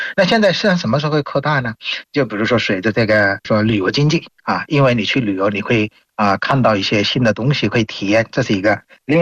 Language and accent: Chinese; Bangladesh; Chinese is a second language; 我是来自于孟加拉国的